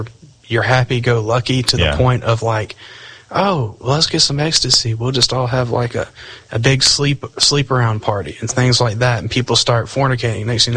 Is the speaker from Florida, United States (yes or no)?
no; Montgomery, Alabama, United States; I'm originally from the Montgomery area in Alabama. We would drive up to Atlanta Highway in Montgomery.